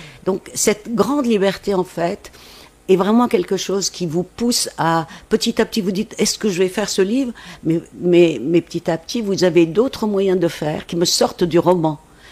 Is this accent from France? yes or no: no; Tunis, Tunis Governorate, Tunisia; moved away as an adult; Je suis partie de Tunis après mes études à la faculté.